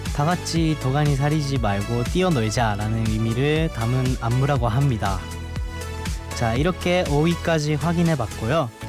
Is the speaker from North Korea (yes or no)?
no; Japan; Korean is a second language; 저 일본에서 왔어요